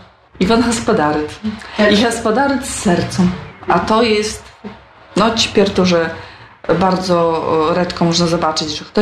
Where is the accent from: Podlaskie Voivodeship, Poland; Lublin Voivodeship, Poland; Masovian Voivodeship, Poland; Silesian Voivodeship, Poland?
Podlaskie Voivodeship, Poland; Nowa Wola; A ja sama pochodzę z takiej bardzo malutkiej miejscowości, Nowa Wola, to jest gmina Michałowo. Bardzo fajne miejsce, bardzo хорошее miejsce. Ja tam żyła u chaci z moim rodzeństwem, z rodzicami, z dziadkami